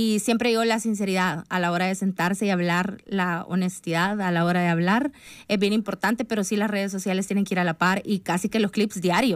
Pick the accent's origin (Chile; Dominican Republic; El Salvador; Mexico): El Salvador; Nosotros crecimos creyendo siempre como, ay, es que como soy de El Salvador, no se puede.